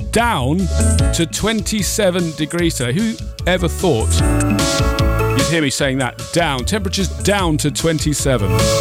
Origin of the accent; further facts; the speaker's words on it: United Kingdom; we're British.